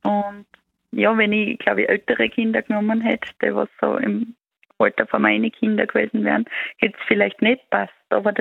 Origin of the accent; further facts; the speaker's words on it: Styria, Austria; Genau, ja, also wie es bei uns in der Steiermark ist, naja, obwohl, ich glaube, heutzutage ist so alles möglich.